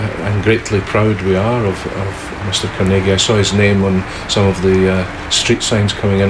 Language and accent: English; Scotland, United Kingdom; also born or lived in Glasgow / Edinburgh / Durham; now in North Ayrshire, United Kingdom; I grew up in Ayrshire, which is just south of Glasgow, and I studied at the University of Edinburgh, and then went south to that other country and studied at Durham University in England. But I'm still back in Scotland now.